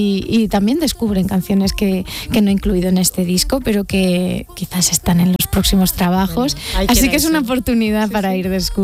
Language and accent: Spanish; Valencian Community, Spain; mi pueblo. Tú imagínate un pueblo de la Comunidad Valenciana